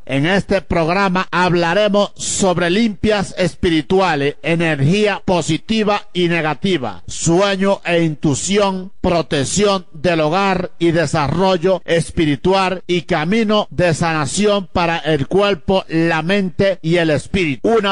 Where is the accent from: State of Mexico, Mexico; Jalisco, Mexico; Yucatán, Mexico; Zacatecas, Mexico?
State of Mexico, Mexico; Ixtapan de la Sal; Regresé a mi pueblo acá en Iztapan de la Sal.